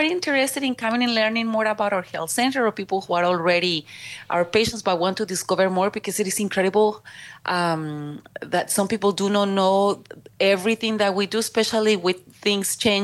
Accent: Mexico; moved away; I am originally from Mexico

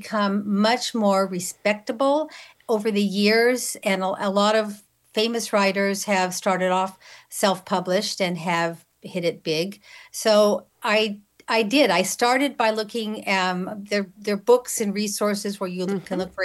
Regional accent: Temecula, California, United States; my hometown of Temecula, down in mm-hmm. Southern California

